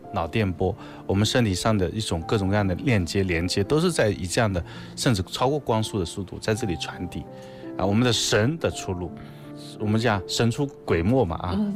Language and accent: Chinese; China